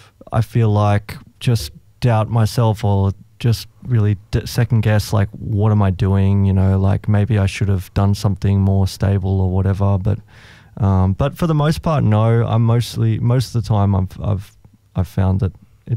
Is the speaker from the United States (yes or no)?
no; Coffs Harbour, New South Wales, Australia; I grew up in Coffs Harbour.